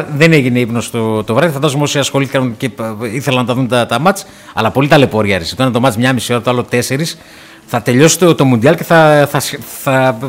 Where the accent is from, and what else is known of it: Greece